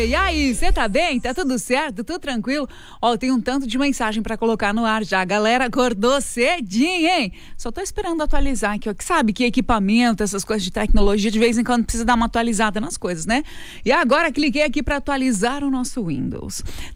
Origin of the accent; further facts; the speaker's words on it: Santa Catarina, Brazil; E eu, como uma boa gaúcha catarinense, estou aqui tomando meu chimarrão